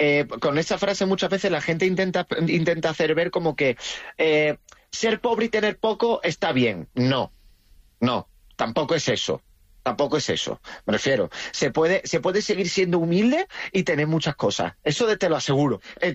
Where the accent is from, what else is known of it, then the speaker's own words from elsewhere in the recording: Rincón de la Victoria, Andalusia, Spain; no solo cuando me bajo a mi pueblo, Rincón de la Victoria, Málaga, el mejor pueblo del mundo